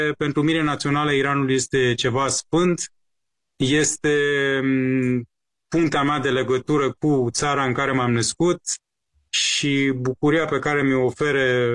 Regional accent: Iran; first language Persian; Romanian is a second language; now in Bucharest, Romania; sunt iranian de origine, dar și pentru că am vrut tot timpul să citesc zilnic, să folosesc limba persană cum folosesc limba română, pentru că este limba mea maternă

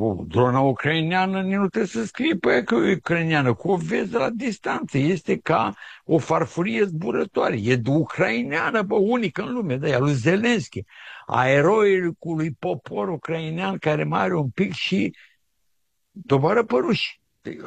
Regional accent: Romania; Noi suntem mândri ca românii subordonați lui Nicușor Dan

